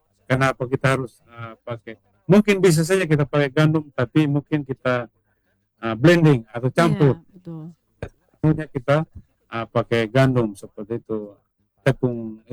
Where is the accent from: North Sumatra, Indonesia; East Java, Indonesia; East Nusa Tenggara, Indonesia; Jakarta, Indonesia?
East Nusa Tenggara, Indonesia; Sumba; kalau kami di Sumba